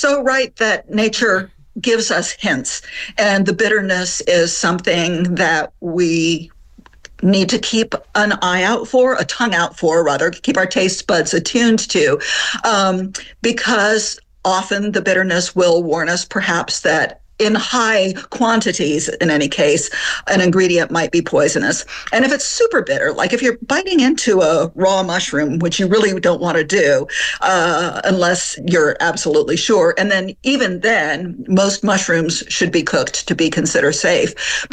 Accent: Appalachia, United States; born or raised there; also born or lived in France

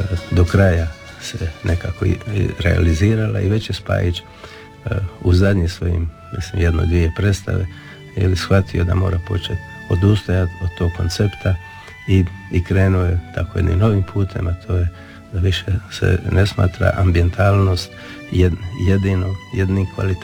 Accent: Dubrovnik, Dubrovnik-Neretva County, Croatia; ja kao rođeni Dubrovčanin

